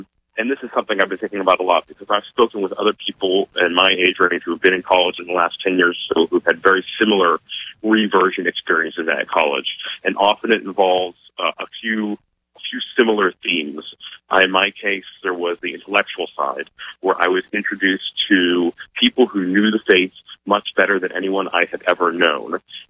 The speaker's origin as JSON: {"language": "English", "town": "Pittsburgh", "region": "Pennsylvania", "country": "United States", "tie": "born or raised there", "said": "since then have come back to my hometown of Pittsburgh and got married shortly thereafter"}